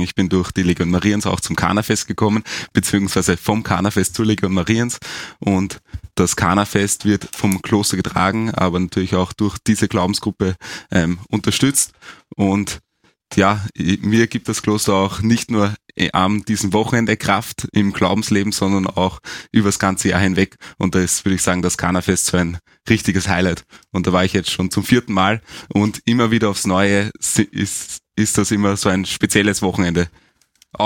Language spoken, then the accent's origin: German; Lower Austria, Austria; ich komme aus Niederösterreich, nicht so weit entfernt von Maria Rockendorf